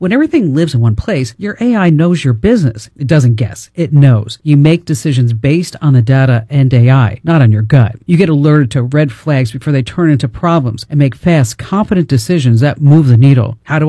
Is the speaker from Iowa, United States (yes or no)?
no; New Jersey, United States; accent: New Jersey; That was my New Jersey accent that just came out.